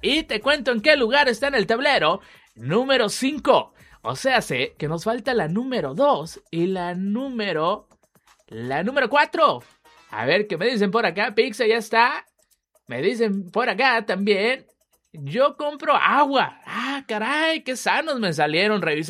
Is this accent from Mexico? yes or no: yes; Ciudad Obregón, Sonora, Mexico; Somos de Obregón.